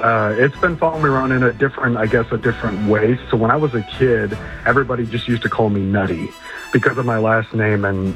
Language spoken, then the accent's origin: English; Minnesota, United States; as a kid, I grew up in the great state of Minnesota. I'm a Midwest boy.